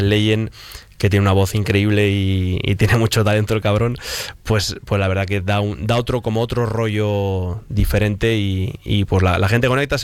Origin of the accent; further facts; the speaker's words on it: Burgos, Castile and León, Spain; born there; Y yo he nacido en Burgos, pero toda mi familia es de Aranda.